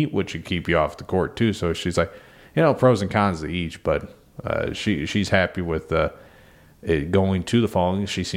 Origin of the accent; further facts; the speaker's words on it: Illinois, United States; because that's what I grew up with in Illinois, is that girls tennis was a fall sport